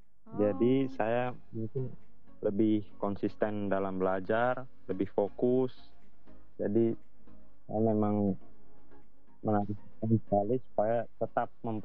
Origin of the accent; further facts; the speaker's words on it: Central Java, Indonesia; now in Malaka Regency, Indonesia; Saya asli dari Jawa Tengah.